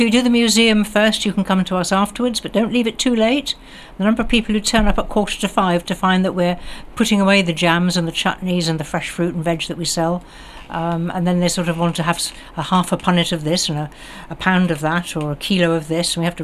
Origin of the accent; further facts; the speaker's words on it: Porlock, South West England, United Kingdom; accent: BBC; I'm not locally born and bred. I come from the West Country. So I'm an Oora girl from down there.